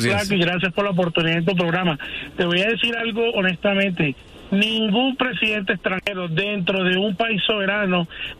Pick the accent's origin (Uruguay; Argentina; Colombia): Colombia; Yo soy colombiano. Mi país en este momento está afrontando una de las situaciones más difíciles de inseguridad de todos los años.